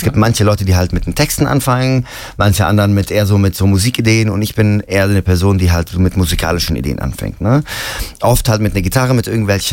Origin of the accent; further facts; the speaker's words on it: Ramallah, West Bank, Palestine; ich komme ja aus Ramallah im Westjordanland